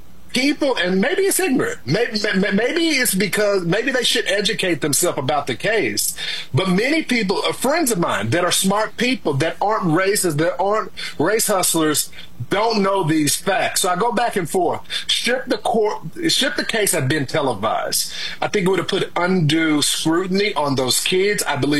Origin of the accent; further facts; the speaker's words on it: Dallas, Texas, United States; I'm from Dallas